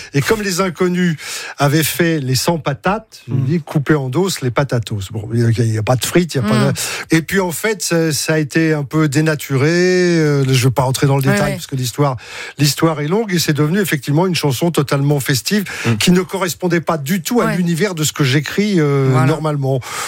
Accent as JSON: {"language": "French", "town": "Paris", "region": "Île-de-France", "country": "France", "said": "Parce que moi, je suis un parigot."}